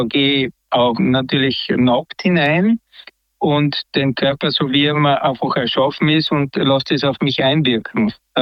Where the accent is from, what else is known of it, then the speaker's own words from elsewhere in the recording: Styria, Austria; born there; now in Klagenfurt, Austria; in Klagenfurt zu Hause, geboren in der Steiermark, ja, in Kürze 67 Jahre jung.